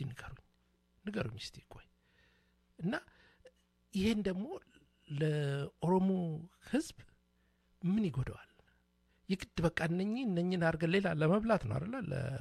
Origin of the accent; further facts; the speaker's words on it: Dire Dawa, Ethiopia; ማንም ሰው እኔ ድሬዳዋ ተወልጄ ያደኩል ጊዜ ነው ማለት አይደለም